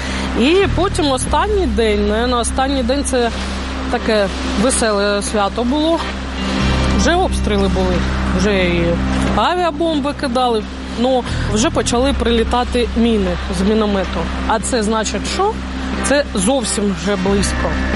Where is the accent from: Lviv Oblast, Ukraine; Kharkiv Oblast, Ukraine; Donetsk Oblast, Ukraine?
Donetsk Oblast, Ukraine; Bakhmut; moved away as an adult; Я з Бахмуту.